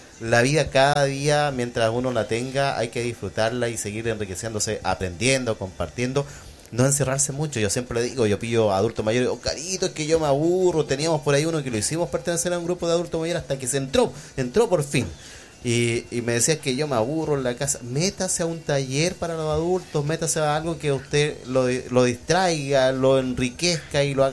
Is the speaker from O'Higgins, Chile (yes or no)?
no; Melipilla, Santiago Metropolitan Region, Chile; en la comuna de Melipilla, donde yo nací